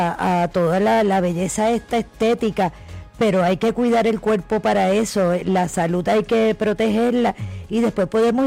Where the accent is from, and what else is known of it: Las Croabas, Fajardo, Puerto Rico